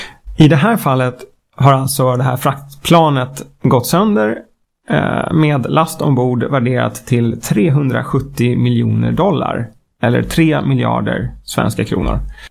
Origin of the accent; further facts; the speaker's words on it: Sweden; för oss svenskar